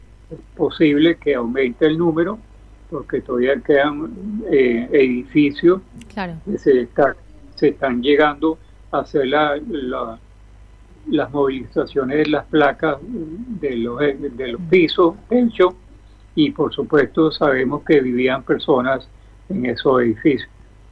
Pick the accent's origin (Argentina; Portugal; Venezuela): Venezuela; En este caso, Venezuela, hemos aceptado la ayuda internacional